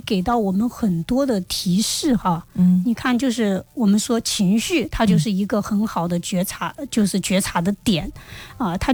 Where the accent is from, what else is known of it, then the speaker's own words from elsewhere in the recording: southern China, China; 因为我是南方人啊